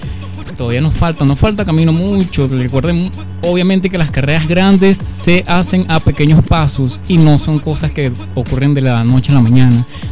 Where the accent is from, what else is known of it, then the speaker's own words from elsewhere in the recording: Los Guayos, Carabobo, Venezuela; Somos aquí un joven de 21 años del municipio de Los Guayos, mayormente ubicados en la comunidad de Roble, aquí representando desde lo más lejos en Tocuyort.